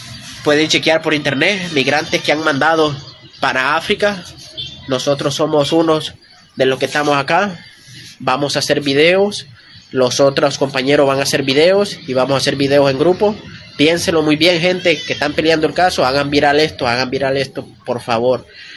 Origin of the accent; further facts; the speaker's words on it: Honduras; moved away as an adult; Soy de Honduras. Estaba viviendo en la Florida, Miami, Estados Unidos.